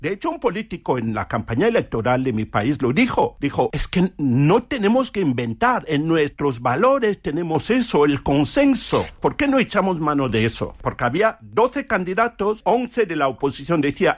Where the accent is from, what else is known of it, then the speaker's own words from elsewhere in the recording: Cameroon; moved away as an adult; now in Spain; el banco CaixaBank bloqueó mi cuenta simplemente por ser de Camerún